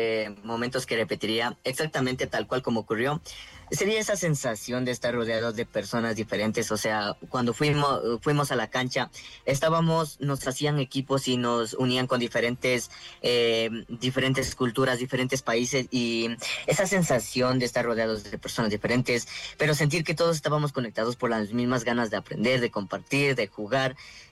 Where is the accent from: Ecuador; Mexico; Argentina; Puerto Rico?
Ecuador; Yo salí de Ecuador pensando que iba a regresar a mi país de un festival, pero no, regresé entendiendo que representar a Ecuador también significa tener una responsabilidad con las personas y con la comunidad de donde vengo.